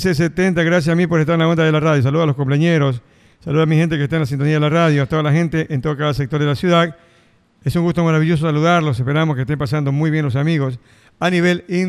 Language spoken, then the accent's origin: Spanish; Cuba; moved away; Ok, cuando salí de Cuba